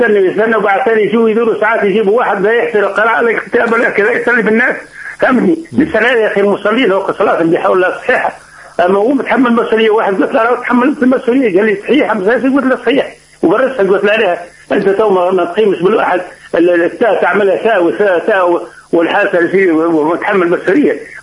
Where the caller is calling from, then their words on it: southern Tunisia, Tunisia; إحنا من الجنوب